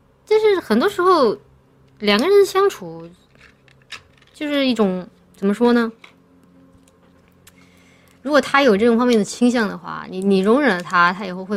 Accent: Chongqing, China; 我们家乡

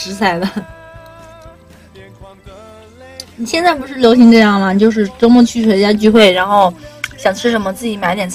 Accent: Wuhan, Hubei, China; 我是武汉人

